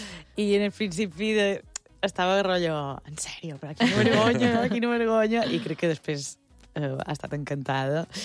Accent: Balearic Islands, Spain; now in Catalonia, Spain; els mallorquins, quan sortim de Mallorca, mos acabam ajuntant

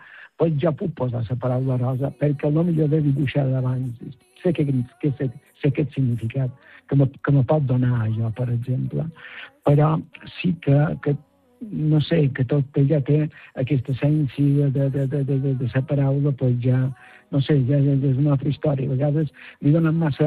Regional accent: Alaró, Balearic Islands, Spain; tinc una exposició aquí a l'Aró, al meu poble

